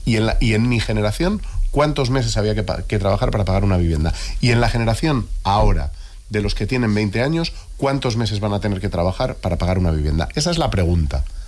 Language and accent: Spanish; Madrid, Community of Madrid, Spain; yo te digo que en Madrid, que es lo que conozco porque es mi pueblo, en Madrid se está construyendo